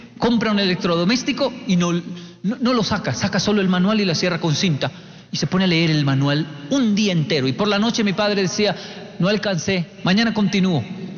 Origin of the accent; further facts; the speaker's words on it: Colombia; also born or lived in Japan; Y de ahí que yo odiaba las historias de los japoneses, porque soy colombiano